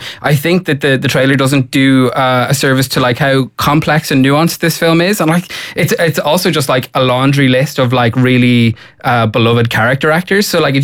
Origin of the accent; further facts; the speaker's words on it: Dublin, County Dublin, Ireland; I'm from Firhouse, which is the European home of Scientology